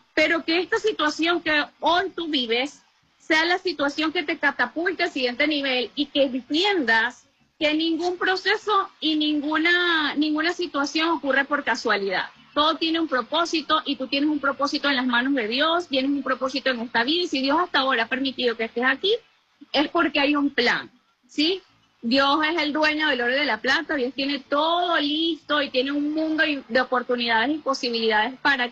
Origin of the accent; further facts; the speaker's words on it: Venezuela; porque así somos las venezolanas, somos mujeres aguerridas, echadas para adelante